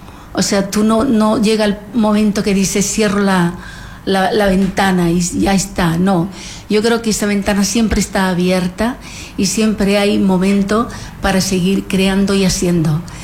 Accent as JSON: {"language": "Spanish", "town": "Marchena", "region": "Andalusia", "country": "Spain", "tie": "born or raised there", "moved": "yes", "said": "yo he nacido en un pueblo de secano, que en mi pueblo, yo creo, no sé si me escucha algún marchenero, pero creo que no hay ni río"}